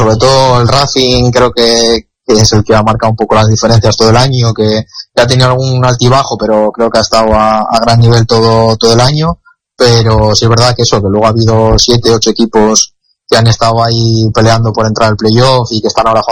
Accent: Santander, Cantabria, Spain; now in Granada, Spain; aquí estoy ya en Santander con la familia, que llevaba tiempo sin verles, y bien, descansando y aprovechando para disfrutar un poco de la tierruca.

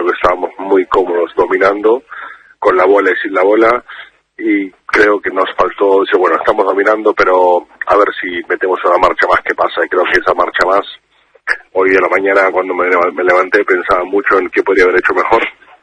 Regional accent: Argentina; y creo que como argentino lo he disfrutado, pero vamos, con todo mi cuerpo.

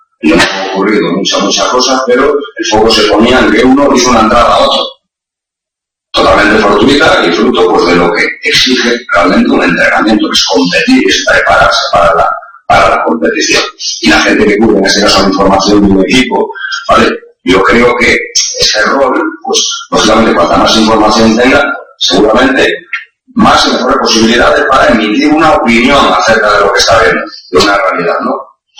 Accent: Galicia, Spain; Soy gallego

